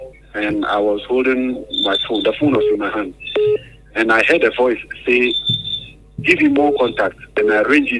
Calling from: Biposo, Ghana; I'm calling from Biposo.

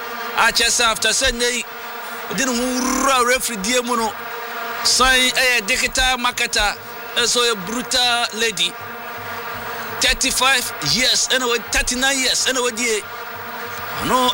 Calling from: South Africa; from Shy Hills, South Africa

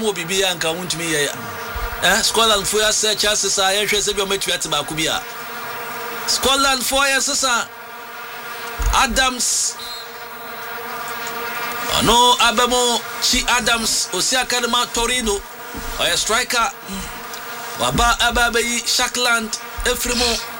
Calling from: Dodua, Ghana; I'm calling from Dodua. Ghana will beat the team on Saturday.

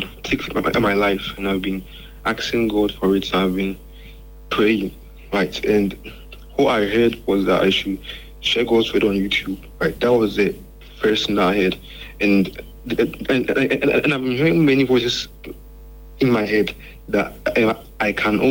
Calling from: Enyinam, Ghana; Okay, I'm calling from Enyinam.

